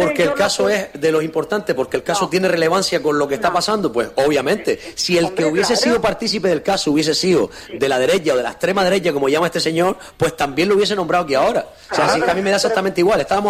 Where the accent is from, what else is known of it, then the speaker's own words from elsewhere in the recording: Canary Islands, Spain; entonces, oye, nosotros como canarios queremos soluciones, sean rojas, verdes o azules, nos dan exactamente igual.